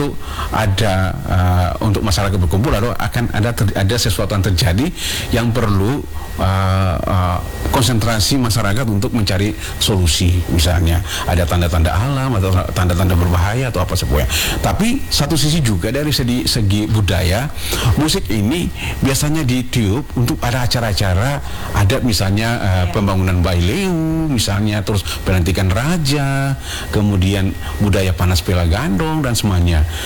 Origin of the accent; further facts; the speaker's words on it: Ambon, Maluku, Indonesia; hari ini kita akan bicara tentang maestronya adalah yang kita orang Ambon bilang Opa Loli.